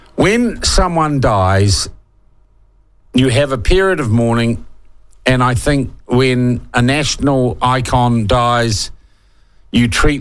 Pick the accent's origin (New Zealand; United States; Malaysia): New Zealand; I myself posted about the sense of loss I felt as a New Zealander